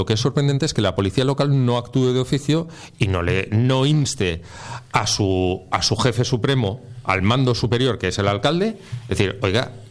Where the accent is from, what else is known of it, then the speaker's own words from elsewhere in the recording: Catalonia, Spain; oye, que somos tan catalanes o más que porque la estelada no.